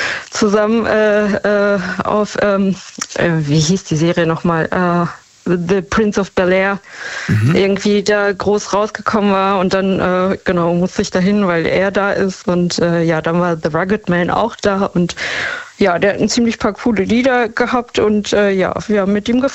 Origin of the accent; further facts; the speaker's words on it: Dortmund, North Rhine-Westphalia, Germany; Aus Dortmund.